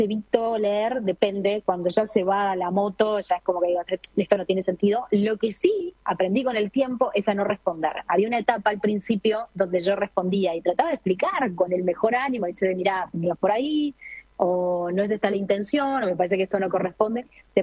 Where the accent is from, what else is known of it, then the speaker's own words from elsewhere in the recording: Montevideo, Uruguay; Yo soy de Montevideo